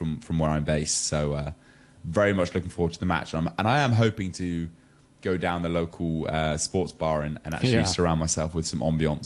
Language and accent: English; England, United Kingdom; Now the tricky situation for me, Carlos, is that obviously I'm English.